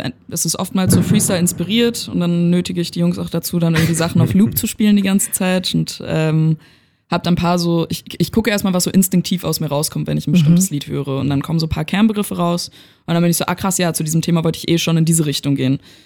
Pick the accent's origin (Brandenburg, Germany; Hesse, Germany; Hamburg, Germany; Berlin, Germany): Berlin, Germany; Also ich meine, wir kommen halt aus Berlin und haben hier unsere Wurzeln geschlagen.